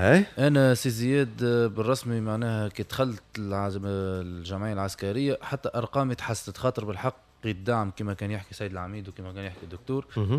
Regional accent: Menzel Temime, Nabeul Governorate, Tunisia; أنا أصلي من جمعية رياضية بمنزل تميم.

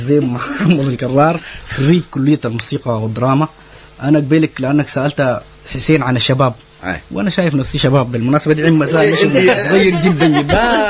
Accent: Khartoum, Sudan; moved away as an adult; also born or lived in Jeddah, Saudi Arabia; نحن من الخرطوم مشينا جدة السعودية وجينا على تونس

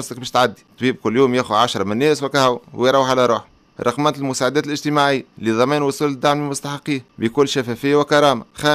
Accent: Tunis, Tunis Governorate, Tunisia; سينا 2 والمروج 2، كبارية 1 و2 و3 و4 وحي النور. هذه كل حومتي الكبيرة اللي كبرت فيها

